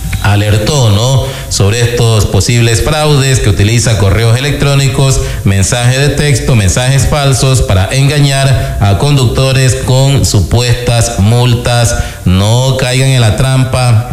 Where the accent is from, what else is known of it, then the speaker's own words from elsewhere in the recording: Ecuador; así somos los ecuatorianos